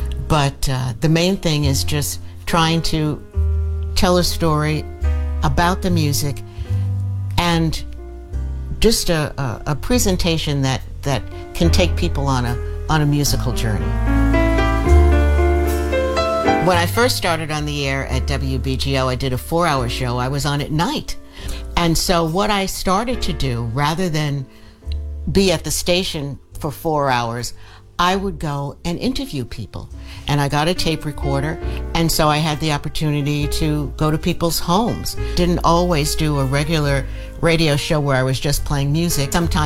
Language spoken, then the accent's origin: English; New York City, New York, United States; I'm a radio broadcaster, and I have been for 50 years now. I was born in 1954 in New York City. New York was a great place to grow up because you were exposed to so much culture.